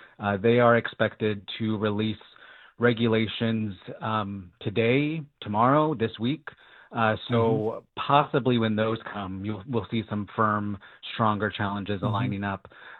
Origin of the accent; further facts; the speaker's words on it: Las Vegas, Nevada, United States; Clark County, which is Las Vegas, my hometown, they are just bleeding students.